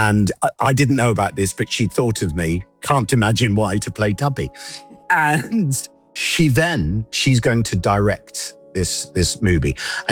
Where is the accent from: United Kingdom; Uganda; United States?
United Kingdom; Jack, is that good? I'm British.